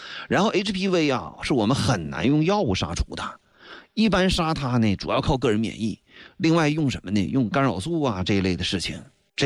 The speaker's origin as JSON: {"language": "Chinese", "country": "China", "said": "我们中国人"}